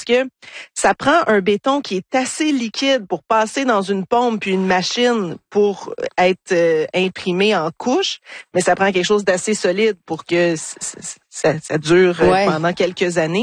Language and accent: French; Quebec, Canada; La machine qui est installée chez nous en Abitibi